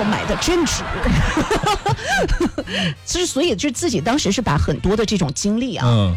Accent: Henan, China; accent: Henan dialect; 在我们河南土话里面，它叫做显眼

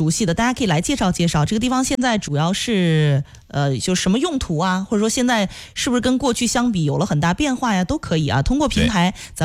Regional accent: Xinxiang, Henan, China; 我们新乡也有这种，就是文化宫啊、少年宫这种地方

